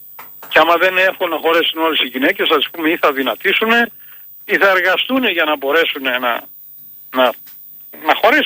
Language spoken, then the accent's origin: Greek; Greece; moved away as an adult; Μεγάλωσα στην Ελλάδα και έφυγα στα 25 μου.